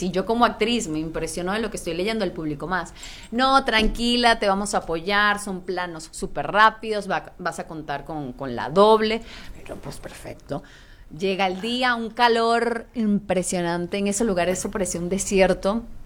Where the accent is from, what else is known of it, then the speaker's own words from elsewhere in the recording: Venezuela; moved away as an adult; now in Miami, United States; ya la situación en mi país, Venezuela, empezó a ponerse muy fea.